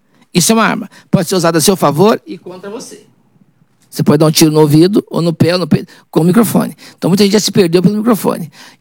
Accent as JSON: {"language": "Portuguese", "town": "Poços de Caldas", "region": "Minas Gerais", "country": "Brazil", "tie": "born or raised there", "also_born_or_lived": "Machado", "said": "Eu só nasci lá, mas fui criado em Poços de Caldas."}